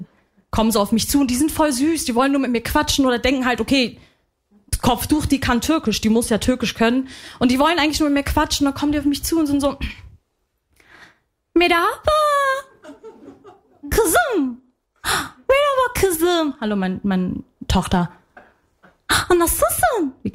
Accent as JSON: {"language": "German", "country": "Lebanon", "said": "Ich so, ja, Tante, ich bin Libanesin."}